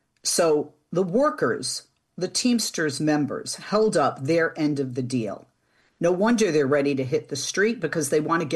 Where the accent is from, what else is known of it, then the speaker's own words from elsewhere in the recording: Boston, Massachusetts, United States; And I lived there in the summer. But I got to tell you, and I'm from Boston